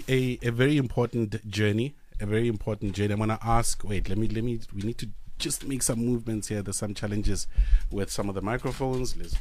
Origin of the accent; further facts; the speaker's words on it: Pretoria, Gauteng, South Africa; born there; moved away; also born or lived in Cape Town; Growing up in Pretoria and Atteridgeville, I learned how to play cricket on gravel. And it was when we moved to Cape Town where I was able to play on grass.